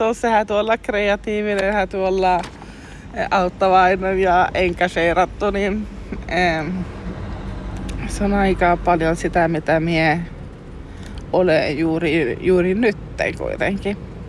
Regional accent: Aareavaara, Norrbotten County, Sweden; Mihin olen kasvanut ylös Aareavaarassa, siellä on aina ollut paljon niin föreeninkiä, paljon aktiviteetteja lapsille.

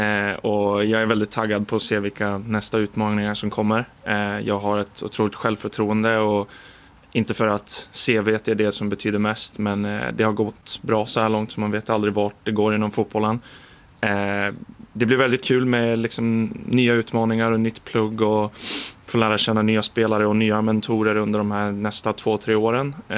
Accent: Sweden; now in United States

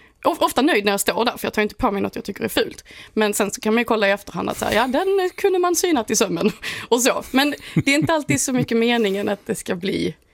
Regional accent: Helsingborg, Skåne, Sweden; also born or lived in Stockholm; Jag spelar i Helsingborg, min hemstad. Mm. Och sen spelar jag i Stockholm som också är min hemstad.

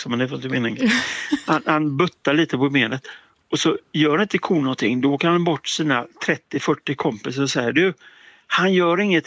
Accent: Orust, Västra Götaland County, Sweden; jag är uppvuxen på Orust på sommarstället, vet du.

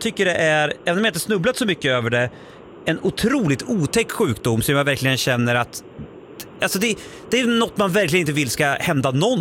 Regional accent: Lindesberg, Örebro County, Sweden; Jag är från Lindesberg.

